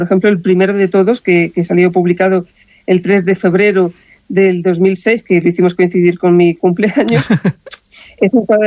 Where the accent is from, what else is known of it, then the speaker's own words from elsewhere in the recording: Ávila, Castile and León, Spain; moved away as an adult; now in Madrid, Spain; aunque ahora estamos en Madrid, pero nuestra vinculación con Ávila sigue muy latente y lo va a seguir siendo, porque Ávila sigue siendo mi tierra, mi casa.